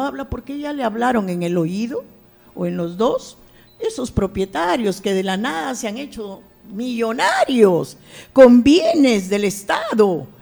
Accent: Chiclayo, Lambayeque, Peru; ¿Cuántos de ellos serán de Chiclayo? ¿Cuántos de ellos les interesará mi terruño?

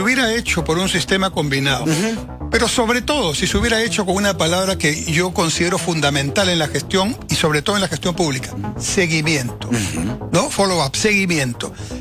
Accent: Peru; a mí como peruano y como exministro me interesa que avance

